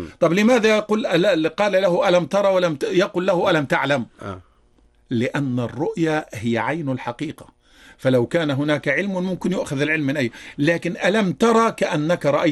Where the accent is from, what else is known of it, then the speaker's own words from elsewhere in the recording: Egypt; يا سيدي، بلدنا مصر عظمتها، عظمة مصر في أنها تحمي الإسلام وأمة الإسلام